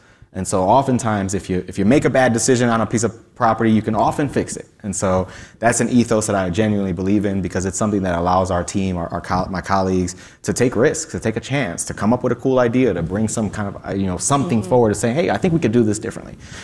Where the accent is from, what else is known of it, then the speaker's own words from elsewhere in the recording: United States; So I grew up on Stockyards neighborhood, west side of town, West 70th and Clark, 69 mm-hmm. Black Clark. My family moved here from the 90s and from Puerto Rico.